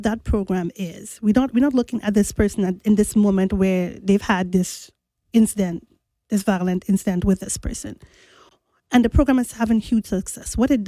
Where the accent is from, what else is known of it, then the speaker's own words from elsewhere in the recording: Trinidad & Tobago; growing up in Trinidad